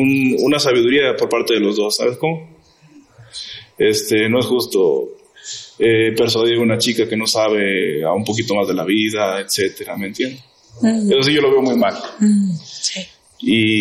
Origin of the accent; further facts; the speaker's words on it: Mexico; todos somos mexicanos.